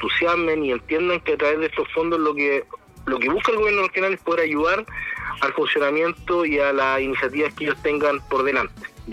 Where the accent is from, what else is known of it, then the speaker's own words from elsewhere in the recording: Chile; Así que, como chileno en general, es un momento que uno espera con ansia.